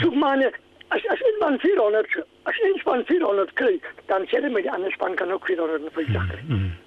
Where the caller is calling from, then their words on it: Walvis Bay, Erongo, Namibia; Ons is nie daar van die boeg nie, ons is van Walvis